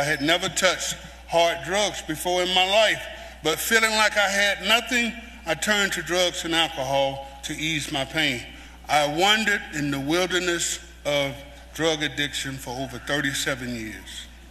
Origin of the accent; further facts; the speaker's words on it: Atlanta, Georgia, United States; moved away as an adult; I got a chance to play in the NFL in my hometown of Atlanta with the Atlanta Falcons.